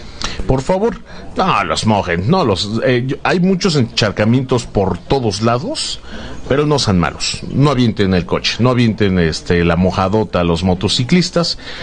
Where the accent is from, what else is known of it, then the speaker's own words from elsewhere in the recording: Mexico; estados de nuestro hermoso país, los Estados Unidos Mexicanos o República Mexicana